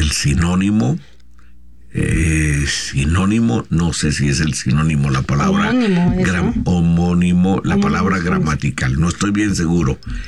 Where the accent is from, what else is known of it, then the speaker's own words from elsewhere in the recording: Mexico; nosotros como mexicanos